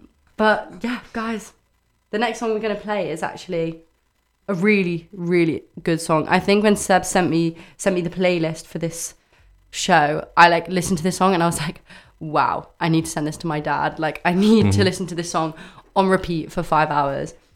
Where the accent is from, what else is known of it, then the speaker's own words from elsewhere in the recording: Ireland; But which is kind of bad because I am Irish.